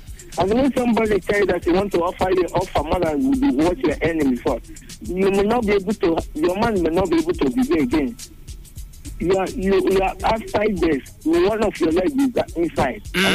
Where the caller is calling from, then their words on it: Delta, Nigeria; from Gwashuku, Delta State.